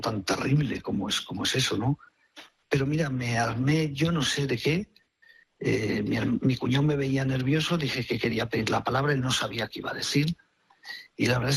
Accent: Caspe, Aragon, Spain; moved away; Esto lo cuento porque no estamos en la emisora de Caspe, si fuera en mi pueblo no lo diría

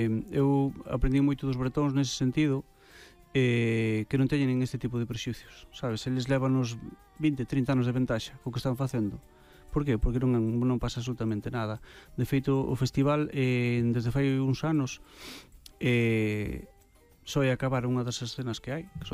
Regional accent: Galicia, Spain; Pero sí que costa, porque bueno, somos galegos, Sabes, somos galegos e sempre hai quen di que é do mío.

